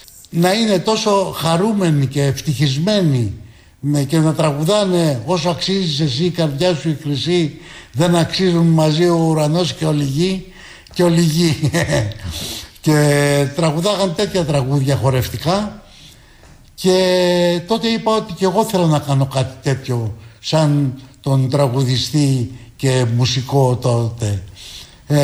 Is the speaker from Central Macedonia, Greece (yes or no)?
no; Kallithea, Attica, Greece; moved away as an adult; γεννήθηκα στην Καλυθέα και εκεί μεγάλωσα μέχρι τα 19 μου χρόνια.